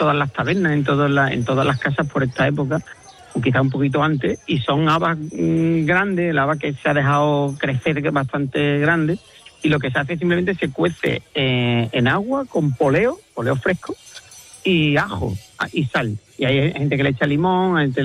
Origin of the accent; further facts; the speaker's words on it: Andalusia, Spain; en mi tierra, en la parte que decías tú, Ana, muy bien, que mi pueblo está a 40... Yo digo que Villarreal está a 40 kilómetros de todo, porque está a 40 kilómetros de Huelva capital